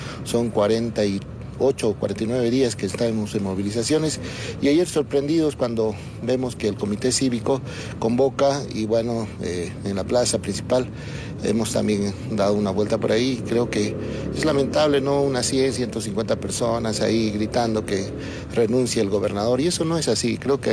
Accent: Cochabamba, Bolivia; nosotros también somos parte de Cochabamba

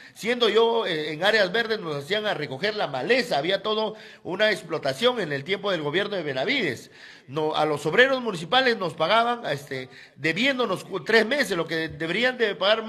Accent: Mantaro Valley, Junín, Peru; born there; also born or lived in Huancayo / La Oroya; Yo soy huancaíno de nacimiento. Provinciano. Hijo de provincianos, crecí en el Valle del Mantaro. Por recursos me fui a La Oroya a poder vivir en la ciudad metalúrgica de La Oroya.

